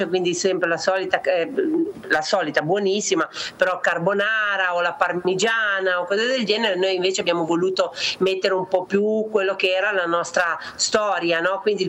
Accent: Pietra Ligure, Liguria, Italy; now in Jakarta, Indonesia; noi, nati sul mare, perché noi siamo di Pietraligure, quindi 5 minuti eri al mare

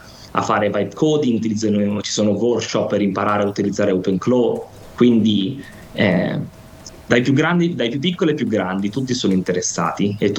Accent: Lombardy, Italy; also born or lived in Imperia; io sono di Imperia, io sono di Oneglia, nonostante sia per loro difficile capire, però io dico sempre sono di Imperia, quindi nonostante sia cresciuto in Lombardia, il mio legame con la Liguria rimane sempre fortissimo.

